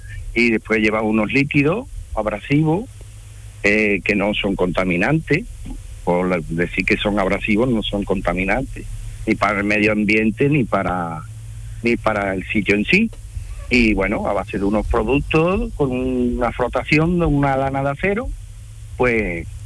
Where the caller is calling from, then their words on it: Seville, Andalusia, Spain; yo soy en Sevilla, concretamente en el barrio de Pino Montano.